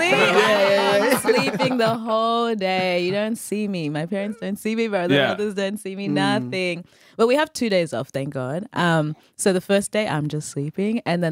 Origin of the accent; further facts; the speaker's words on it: Zimbabwe; now in Australia; No, I'm from Zimbabwe, so yeah. I speak Ndebele, which is a dialect of Zulu.